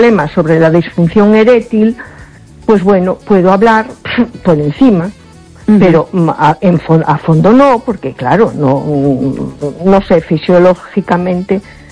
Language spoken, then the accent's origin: Spanish; A Coruña, Galicia, Spain; Hola, buenas noches. … de Coruña.